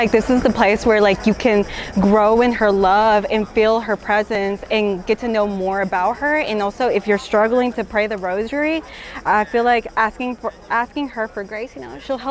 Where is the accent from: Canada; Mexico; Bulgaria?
Mexico; now in United States; I'm from Texas, but Mexican, from Mexico.